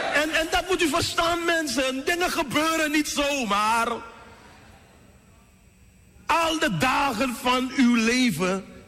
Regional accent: Suriname; En ik als Surinamer tussen die Amerikanen daar, ik denk, hoe ga ik dat doen?

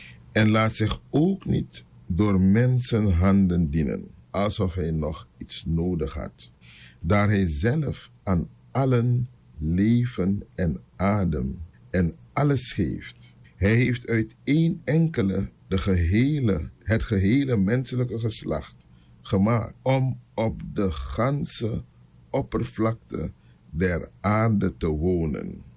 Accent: Suriname; born there; Wij zijn in Suriname geboren. En onze voorvoorouders ook. Maar onze voorouders, die zijn naar Suriname gebracht.

